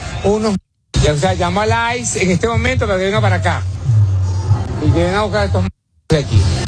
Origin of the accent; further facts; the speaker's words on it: Venezuela; vengo de Venezuela para esta mierda que se llama Azúcar.